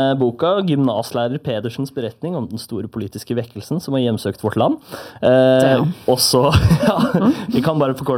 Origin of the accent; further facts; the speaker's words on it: Moss, Østfold, Norway; Swedish is a second language; Men jag är från Moss.